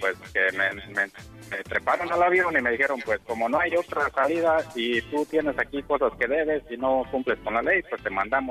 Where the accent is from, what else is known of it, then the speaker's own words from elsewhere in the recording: Guanajuato, Mexico; ¿qué pasa, hombre? soy de Guanajuato.